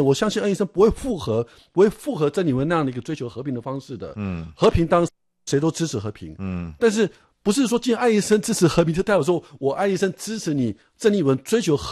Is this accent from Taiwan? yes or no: yes; Taiwan; 一旦中国打我们台湾的时候